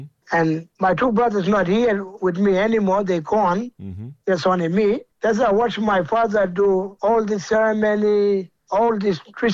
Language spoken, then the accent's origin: English; Groote Eylandt, Northern Territory, Australia; also born or lived in Numbulwar; I was born in Gulf, but I brought and grow up a little bit. We stay at Groot Island first.